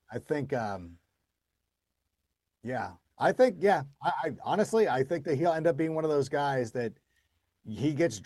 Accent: California, United States; It's from my hometown, Miguel's Jr., Don Ramones, anybody in the Southern California area.

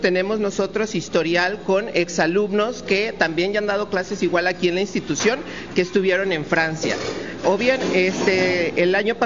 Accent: Mexico; Somos mexicanos

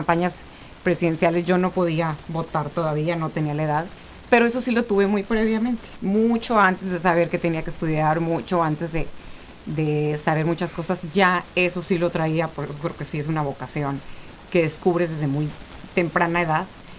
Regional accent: Tamaulipas, Mexico; moved away as an adult; also born or lived in Monterrey; tengo tantos años, soy de Tamaulipas

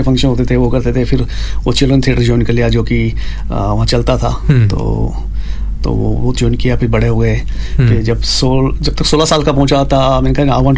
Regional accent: Udaipur, Rajasthan, India; हाँ जी, मैं इंडिया से, मैं राजस्थान से हूँ, और बहुत ही खूबसूरत शहर है

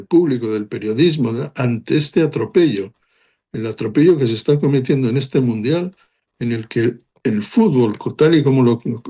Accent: Spain; quiero que gane España. Además hay, no solamente porque es mi país

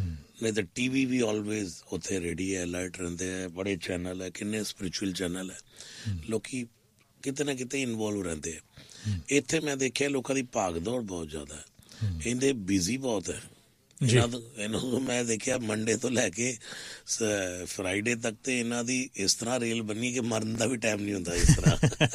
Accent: Delhi, India; born there; ਦੋ ਮੰਦਰ ਬਣਵਾਏ ਜਿੱਥੇ ਮੇਰਾ ਜਨਮ ਹੋਇਆ ਸੀ

